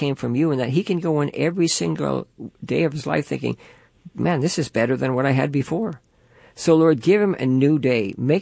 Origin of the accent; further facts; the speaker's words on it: Levittown, New York, United States; born there; moved away; I lived in Levittown as a kid